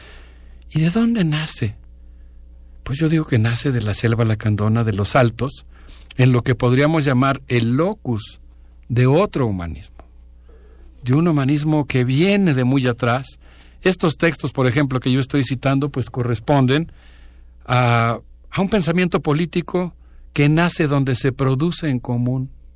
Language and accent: Spanish; Mexico; me siento parte como ciudadano mexicano